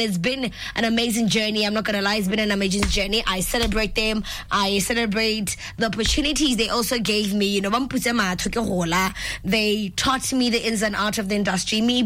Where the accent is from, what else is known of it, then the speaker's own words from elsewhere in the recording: Francistown, North-East District, Botswana; remember, I'm from Francistown